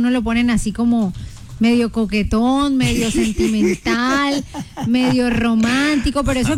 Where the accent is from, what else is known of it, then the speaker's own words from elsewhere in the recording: Cartagena, Bolívar, Colombia; también soy cartagenera.